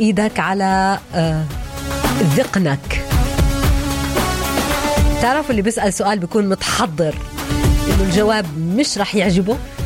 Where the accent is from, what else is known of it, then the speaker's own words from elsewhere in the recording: Palestine; عندنا في فلسطين